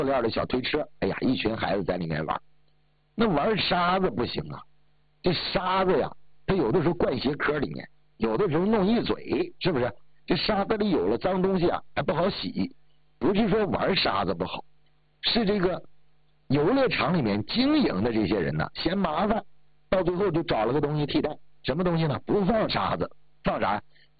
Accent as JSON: {"language": "Chinese", "region": "Northeast China", "country": "China", "tie": "born or raised there", "said": "那我记得小的时候在东北"}